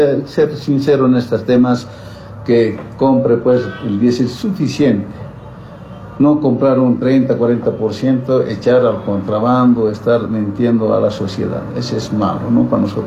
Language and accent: Spanish; Bolivia; somos Bolivia